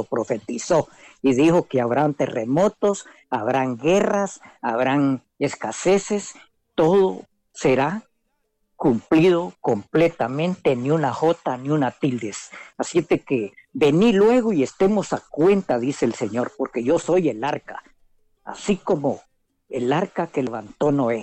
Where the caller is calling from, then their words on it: Santa Bárbara, Honduras; yo soy de aquí de Santa Bárbara, vivo en la aldea de Guacamaya, Gualala.